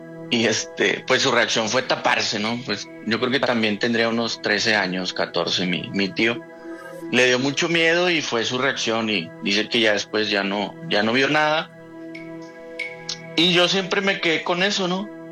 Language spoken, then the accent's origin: Spanish; San Nicolás de los Garza, Nuevo León, Mexico; now in Apodaca, Mexico; Soy de... Pues soy de San Nicolás, de Los Garza, pero vivo en Apodaca, Nuevo León.